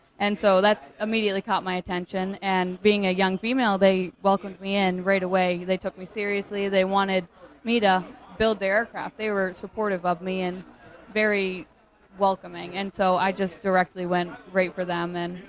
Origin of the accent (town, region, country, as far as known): Maine, United States; now in Daytona Beach, United States